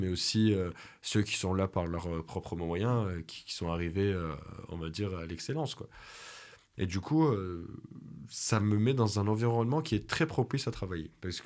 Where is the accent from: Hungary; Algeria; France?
France; Clermont-Ferrand, Auvergne-Rhône-Alpes; Et c'est vrai que moi, qui ai grandi dans un quartier populaire, hein, mm-hmm. j'ai grandi à la Gautière